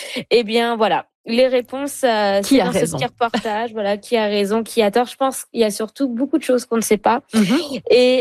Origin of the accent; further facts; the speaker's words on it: France; moved away; Moi, c'est pareil. À mon accent, vous l'avez reconnu. Hein. Moi, j'ai grandi en France